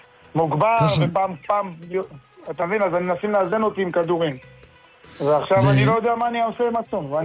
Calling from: Krayot, Haifa District, Israel; אני מהקריות, רציתי לשאול את הרב שאלה מאוד חשובה.

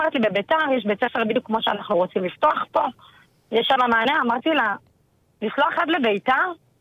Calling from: Beit Shemesh, Jerusalem District, Israel

